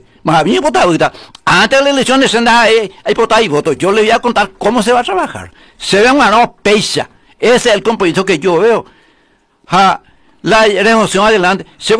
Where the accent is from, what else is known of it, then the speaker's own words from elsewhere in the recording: Carapeguá, Paraguarí, Paraguay; siempre como paraguayo, carapegueño, y como el correligionario.